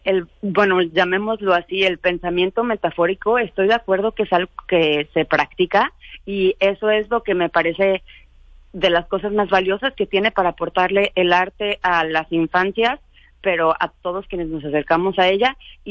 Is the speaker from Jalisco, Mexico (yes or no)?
yes; Guadalajara, Jalisco, Mexico; now in Mexico City, Mexico; yo soy de Guadalajara y ahorita vivo en Ciudad de México